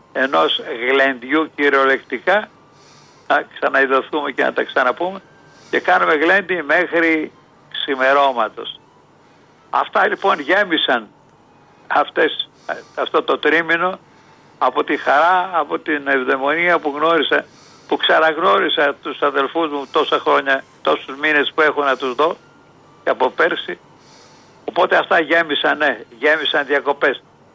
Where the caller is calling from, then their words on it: Athens, Attica, Greece; ως Αθηναίοι να παραμένουμε στην Αθήνα